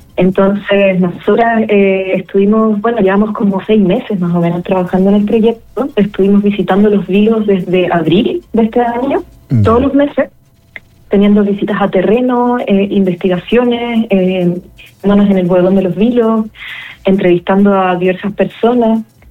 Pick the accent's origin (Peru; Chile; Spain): Chile; Santiago, Santiago Metropolitan Region; no somos de los vilos, somos de Santiago.